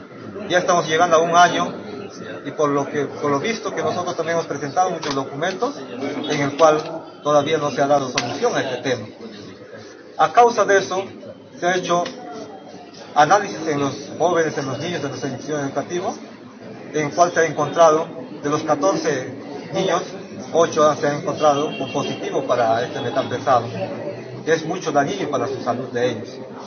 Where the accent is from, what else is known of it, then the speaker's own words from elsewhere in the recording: Peru; conozco bien mi pueblo